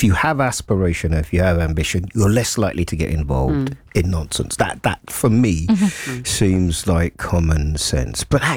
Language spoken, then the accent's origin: English; London, United Kingdom; I'm a parent and I'm a Londoner